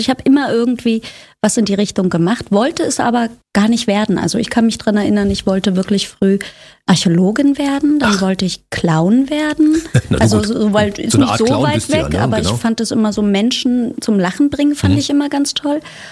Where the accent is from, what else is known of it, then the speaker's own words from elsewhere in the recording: Potsdam, Brandenburg, Germany; also born or lived in Zehdenick; now in Berlin, Germany; Hier Zedenick geboren, Potsdam aufgewachsen und dann in den Osten von Berlin gezogen, immer noch aus hier.